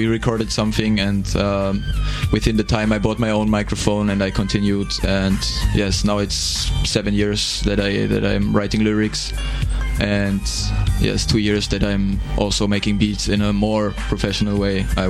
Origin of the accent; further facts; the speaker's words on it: Germany; moved away as an adult; now in Cluj, Romania; I'm from Germany, I'm an Erasmus student at UBB, European faculty. Back in Germany, I study social science with intercultural relations